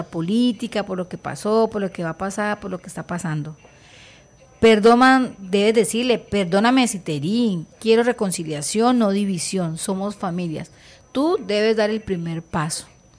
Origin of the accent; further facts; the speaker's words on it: Colombia; Nosotros como hermanos en Cristo Jesús, como colombianos